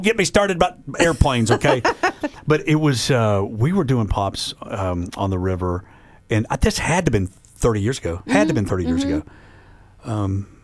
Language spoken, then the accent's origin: English; Chattanooga, Tennessee, United States; I remember, born and raised in Chattanooga